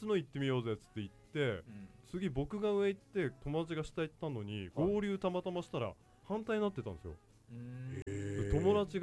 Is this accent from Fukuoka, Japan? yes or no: no; Tokyo, Japan; born there; 都会東京で生まれたから、はいはいはい、自然に憧れてて